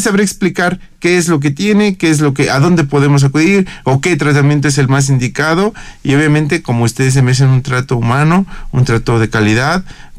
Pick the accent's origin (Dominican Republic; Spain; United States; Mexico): Mexico